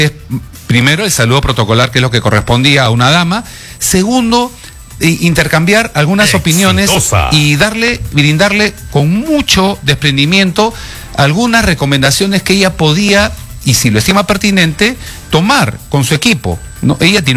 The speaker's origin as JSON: {"language": "Spanish", "country": "Peru", "said": "Soy un peruano que, como tú sabes, entré a la palestra política"}